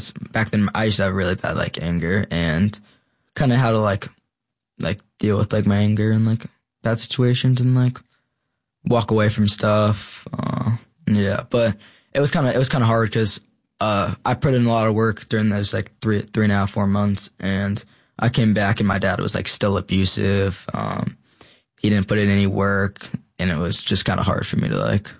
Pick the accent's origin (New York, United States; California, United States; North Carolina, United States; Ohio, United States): North Carolina, United States; I'm a 16-year-old male. I'm from North Carolina.